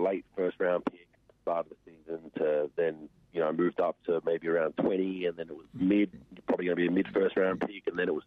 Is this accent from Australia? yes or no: yes; Australia; as an Australian